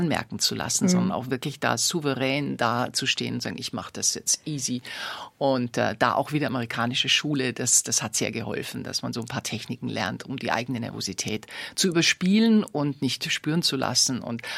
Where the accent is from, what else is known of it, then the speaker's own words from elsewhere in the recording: Bavaria, Germany; accent: leichter bayerischer Klang (light Bavarian); Du bleibst dir selber treu, natürlich, mit einem leichten bayerischen Klang.